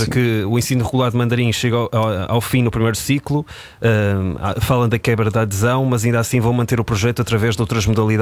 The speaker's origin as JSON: {"language": "Portuguese", "town": "São João da Madeira", "region": "Aveiro", "country": "Portugal", "said": "eu sou de São João da Madeira e no norte do país, fica muito perto do Porto, a 20 minutos, pertence ao distrito de Aveiro"}